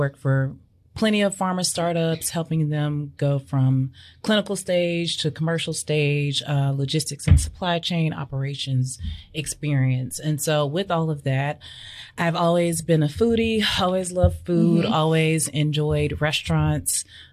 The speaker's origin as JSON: {"language": "English", "town": "Osceola", "region": "Arkansas", "country": "United States", "moved": "yes", "lives_now": "Memphis, United States", "said": "So I am actually from Arkansas, Osceola, Arkansas, right across the bridge. Grew up listening to all the Memphis radios, all the Memphis news stations. So Memphis was my life growing up, pretty much. But moved here back again in 2019."}